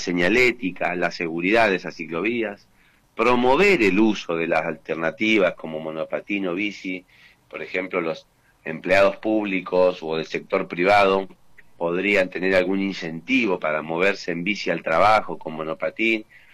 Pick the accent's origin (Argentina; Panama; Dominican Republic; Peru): Argentina; Neuquén; Nosotros somos los neuquinos del vehículo particular